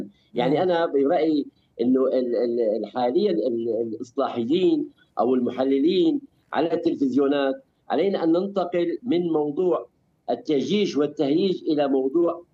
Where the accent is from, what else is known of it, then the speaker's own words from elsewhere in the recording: Syria; أنا مواطن كردي سوري، أنا أستظل بالدولة السورية، وهذا شرف لي أن أكون ضمن الدولة السورية، ولكن لي حقوقي يجب الحفاظ عليها، لي حقوقي، لغتي، ثقافتي